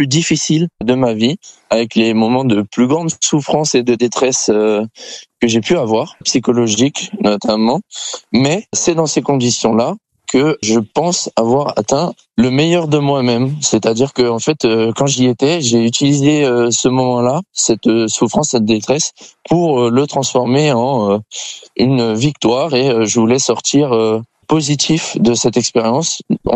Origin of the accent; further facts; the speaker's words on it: France; je suis français